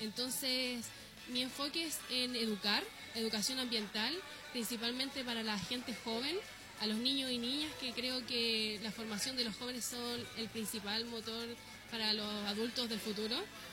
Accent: Valparaíso, Chile; Soy nacida y criada en Valparaíso.

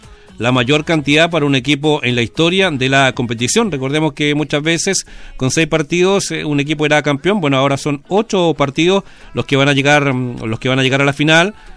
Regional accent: Chile; acá en Chile

